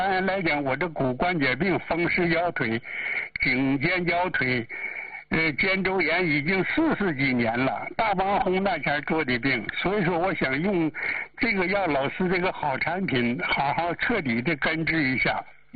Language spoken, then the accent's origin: Chinese; Changchun, Jilin, China; 我来自吉林长春的， … 今年81岁高龄了。